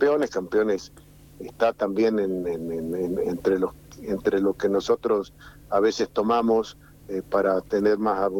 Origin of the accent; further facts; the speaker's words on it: Realicó, La Pampa, Argentina; desde Realicó, mi pueblo.